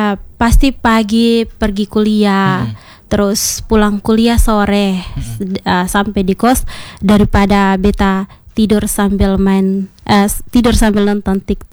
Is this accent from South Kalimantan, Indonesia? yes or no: no; East Nusa Tenggara, Indonesia; Kalau kita orang TTS atau orang Timur, kita lebih senang pakai pakaian adat yang warnanya merah terang atau warna kuning terang seperti itu.